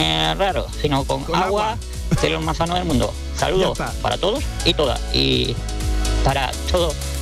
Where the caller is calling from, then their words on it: Álora, Andalusia, Spain; de Álora, aquí.